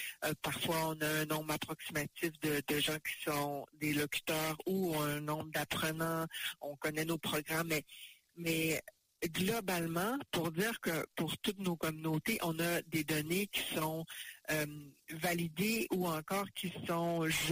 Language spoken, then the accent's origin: French; Mashteuiatsh, Quebec, Canada; Pour moi, je suis Innu de Mashtuyat.